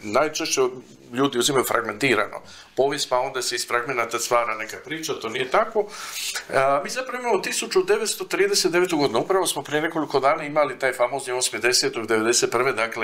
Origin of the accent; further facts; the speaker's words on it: Croatia; Mi smo Hrvati